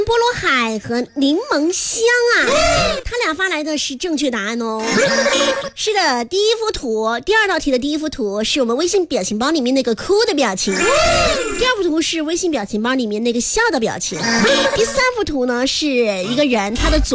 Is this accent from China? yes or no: yes; Sichuan, China; 在我们四川话叫皮鞋